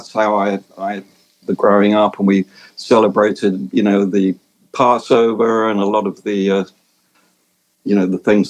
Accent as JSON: {"language": "English", "region": "London", "country": "United Kingdom", "tie": "born or raised there", "said": "I'm from North London originally, in a place called Mill Hill. That's where I grew up."}